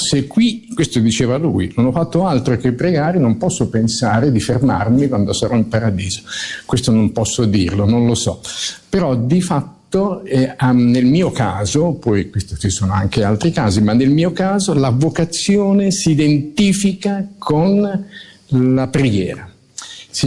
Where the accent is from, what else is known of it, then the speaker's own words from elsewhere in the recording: Bologna, Emilia-Romagna, Italy; io sono bolognese